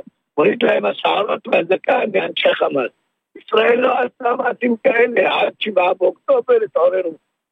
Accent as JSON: {"language": "Hebrew", "region": "West Bank", "country": "Palestine", "tie": "born or raised there", "moved": "yes", "lives_now": "the Triangle, Israel", "said": "אני גר במשולש, אבל... אני גדלתי בשטחים וחייתי בשטחים בכפר פומנוק"}